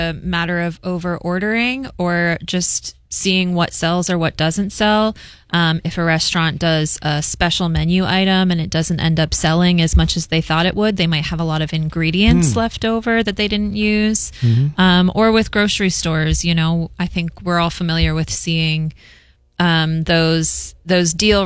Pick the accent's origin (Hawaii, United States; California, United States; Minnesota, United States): Hawaii, United States; I am originally from Oahu, born and raised here.